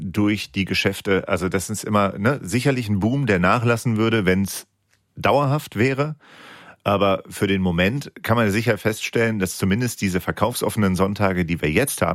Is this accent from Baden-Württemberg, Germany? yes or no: no; Duisburg, North Rhine-Westphalia, Germany; Aber ich erlebe in meiner Heimatstadt in Duisburg jedes Mal, wenn diese Veranstaltungen dann sind